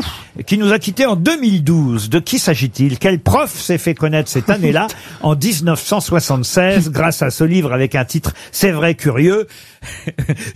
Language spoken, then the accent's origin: French; France; Mais ma surprise fut d'y trouver aussi un chanteur très célèbre chez nous en France